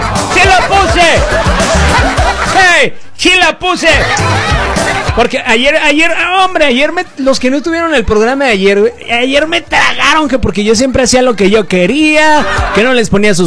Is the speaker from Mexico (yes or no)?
yes; El Salto, Mexico; Un abrazo hasta el Salto, mi tierra.